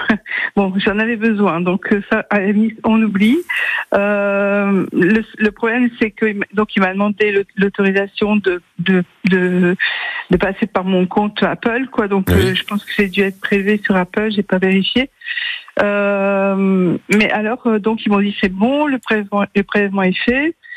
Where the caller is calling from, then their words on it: Lille, Hauts-de-France, France; Je suis à Lille.